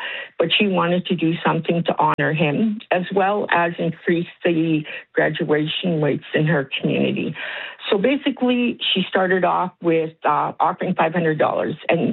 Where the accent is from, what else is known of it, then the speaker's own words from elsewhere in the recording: Edmonton, Alberta, Canada; now in Manitoba, Canada; I'm originally from Edmonton